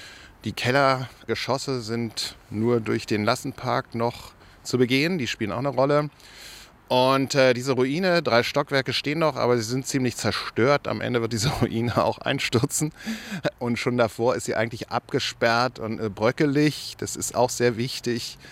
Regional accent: Berlin, Germany; Dann sind wir dort, wo ich aufgewachsen bin, tatsächlich die Überschneidung quasi der größeren Politik mit der Zufälligkeit, dass man hier halt aufgewachsen ist oder gewohnt hat, wie eben auch meine Hauptperson.

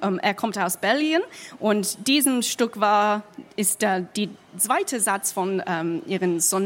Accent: England, United Kingdom; German is a second language; moved away as an adult; now in Berlin, Germany; ich komme aus England und mein Mann kommt aus Berlin. Also wir haben im November 2020 sind wir nach Deutschland umgezogen.

